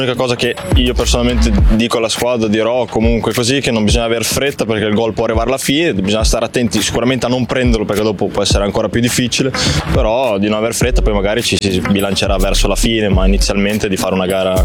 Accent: Bologna, Emilia-Romagna, Italy; per me che sono di Bologna

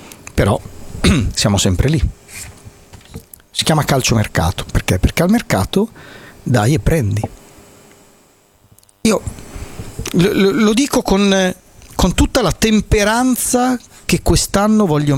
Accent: Bologna, Emilia-Romagna, Italy; Io sì, perché sono di Bologna, quindi... sapevo che sarebbe successo.

